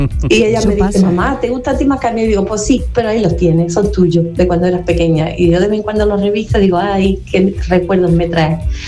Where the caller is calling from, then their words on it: Algeciras, Andalusia, Spain; Buenos días, Canal Sur. … de Algeciras.